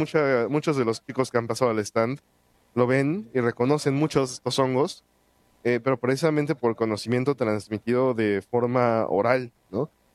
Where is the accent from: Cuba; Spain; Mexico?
Mexico; Texcoco, State of Mexico; yo soy de Texcoco.